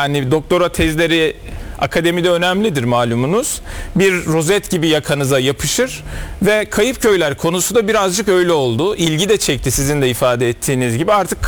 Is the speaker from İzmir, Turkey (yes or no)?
no; Antalya, Turkey; born there; moved away as an adult; now in Çankırı, Turkey; Ben Anadolu'nun güneyinde, Akdeniz'de, Antalya'da dünyaya geldim. Ama iş hayatı, araştırma görevliliği süreci beni Anadolu'nun nispeten kuzeyine, Çankırı'ya attı.